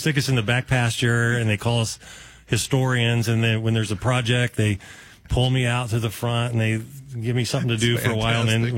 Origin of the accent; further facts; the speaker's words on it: Hammond, Illinois, United States; I grew up in Hammond on a farm right outside metropolitan Hammond, which when I was growing up, it was 500